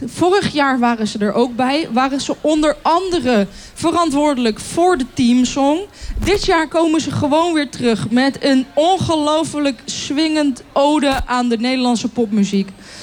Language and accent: Dutch; Haarlem, North Holland, Netherlands; geboren en getogen in Haarlem.